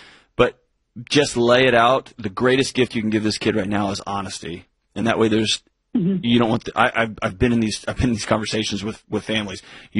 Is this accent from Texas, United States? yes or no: yes; Texas, United States; in my home state of Texas, where I grew up and where I worked